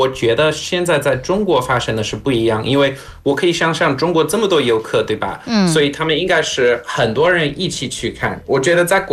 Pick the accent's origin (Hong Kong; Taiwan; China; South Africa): South Africa; 但是我们在南非最大的行业之一就是挖矿，就是黄金还有钻石什么的。所以我们小时候也有，我记得我们学校安排了带我们几个学生去看